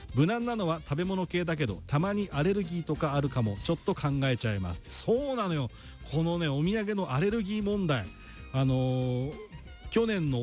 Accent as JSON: {"language": "Japanese", "town": "Sano", "region": "Tochigi", "country": "Japan", "tie": "born or raised there", "said": "ふるさとの佐野市の日大ですから"}